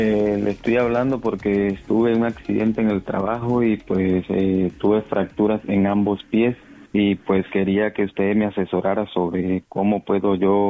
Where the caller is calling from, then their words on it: North Charleston, South Carolina, United States; Sí, vivo en Sur Carolina, en North Charleston.